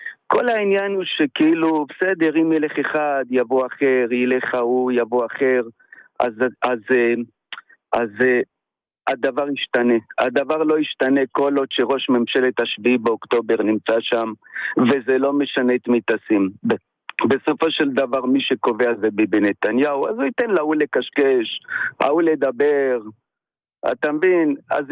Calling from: Ashkelon, Southern District, Israel; אני מאשקלון.

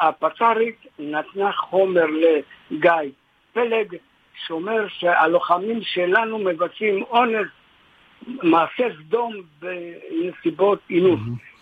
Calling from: Tel Aviv, Tel Aviv District, Israel; מתל אביב.

